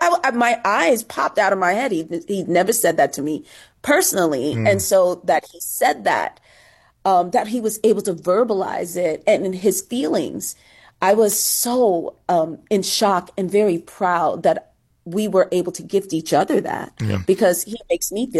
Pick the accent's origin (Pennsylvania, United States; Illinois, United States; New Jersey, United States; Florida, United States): New Jersey, United States; Newark; Come on, I grew up in Newark, New Jersey. And in the 70s and 80s, you couldn't look different, okay, in order to survive it, right?